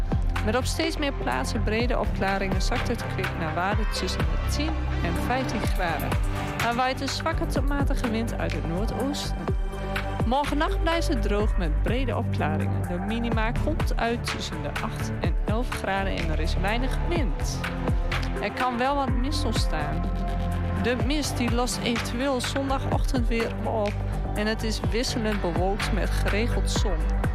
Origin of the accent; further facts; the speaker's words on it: Klazienaveen, Drenthe, Netherlands; Ja, ik kom uit Klasineveen zelfs.